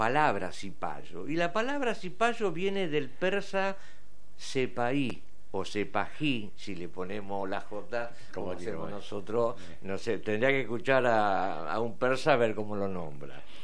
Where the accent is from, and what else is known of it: Argentina